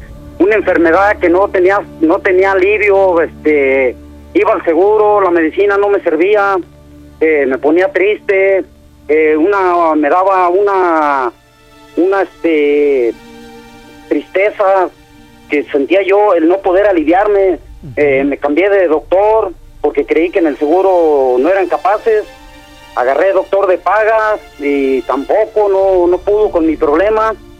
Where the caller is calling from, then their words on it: Juanacatlán, Jalisco, Mexico; Le llamo de acá de Juanacatlán, Jalisco